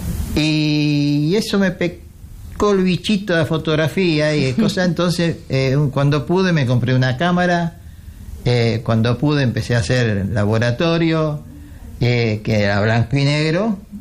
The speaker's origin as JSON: {"language": "Spanish", "region": "Buenos Aires", "country": "Argentina", "tie": "born or raised there", "also_born_or_lived": "Santiago, Chile", "said": "Soy criado en Argentina. Nací en Chile, en Santiago de Chile, el 9 de agosto del 49."}